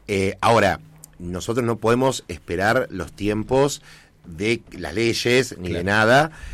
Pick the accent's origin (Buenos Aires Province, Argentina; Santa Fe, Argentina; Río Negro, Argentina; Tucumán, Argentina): Buenos Aires Province, Argentina; Quilmes; yo siempre toda mi vida viví acá, nací en Tesal, sí, en Bernal, viví sí, sí, toda la vida en Quilmes.